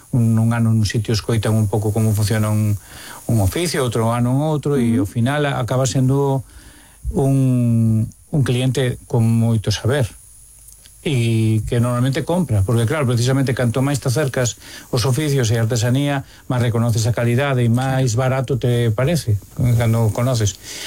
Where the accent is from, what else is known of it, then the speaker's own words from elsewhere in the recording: Santiago de Compostela, Galicia, Spain; eu son de Santiago e teño que comer fora